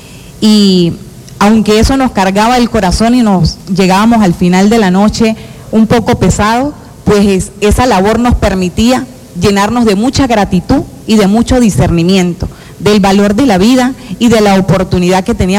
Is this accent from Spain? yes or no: no; Venezuela; unidos como venezolanos